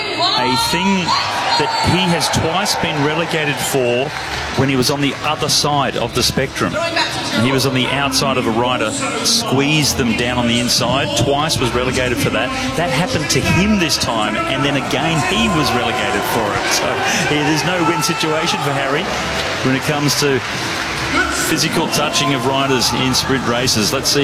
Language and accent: English; Australia; accent: Australian; Some of you may recognise our accents as Australian.